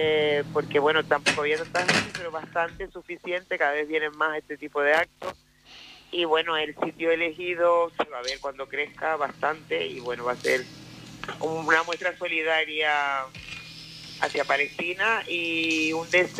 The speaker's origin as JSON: {"language": "Spanish", "region": "Canary Islands", "country": "Spain", "said": "Entonces nosotros como canarios y como solidarios que somos con el pueblo palestino"}